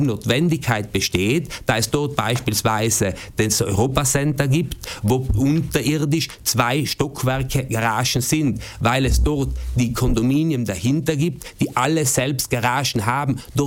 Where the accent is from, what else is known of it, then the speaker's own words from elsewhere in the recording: Bruneck, Trentino-Alto Adige, Italy; Wir sind ja alle drei aus Brunneck. Brunneck, ich bin jetzt aus Dietenheim, aber wie gesagt, wir sind ja alle aus der Stadtgemeinde Brunneck.